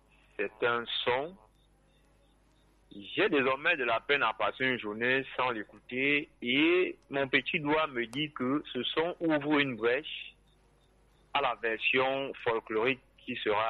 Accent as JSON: {"language": "French", "country": "Cameroon", "said": "notre véritable moi en tant que Camerounais"}